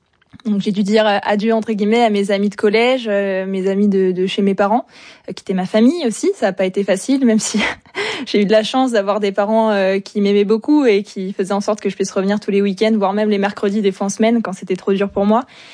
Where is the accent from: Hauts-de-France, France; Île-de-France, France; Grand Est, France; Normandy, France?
Île-de-France, France; La Chapelle-la-Reine